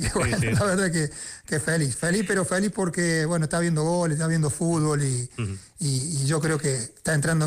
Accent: Argentina; como soy argentino, disfruté, grité, claro.

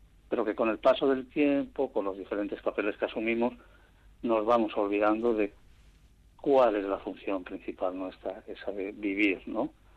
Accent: Bermeo, Basque Country, Spain; also born or lived in Barcelona

